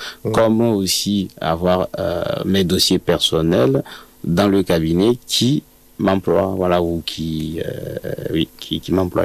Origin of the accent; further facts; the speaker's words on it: Togo; moved away as an adult; rentrer chez moi au Togo